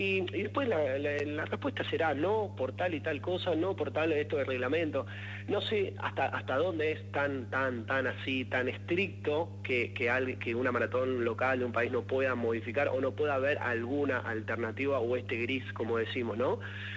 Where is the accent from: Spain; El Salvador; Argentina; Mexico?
Argentina